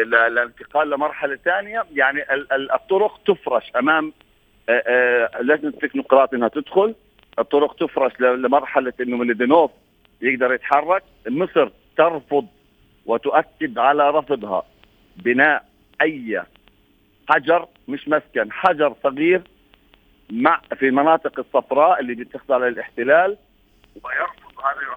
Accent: Palestine; إحنا نرفض كفلسطينيين

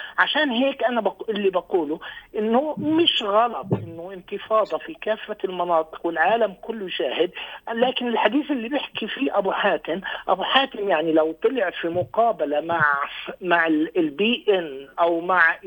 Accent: Beit Ummar, Hebron Governorate, Palestine; أنا كابن بتمر

